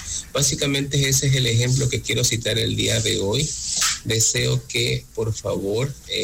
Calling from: Ecuador

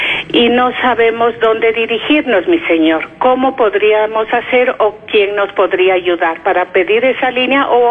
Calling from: Quito, Pichincha, Ecuador; Nosotros somos moradores de Lichimbía en la Tola

